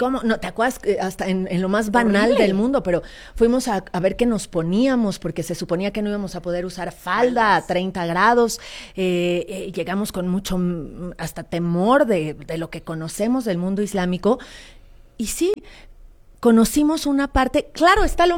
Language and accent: Spanish; Mexico; decirnos como mexicanos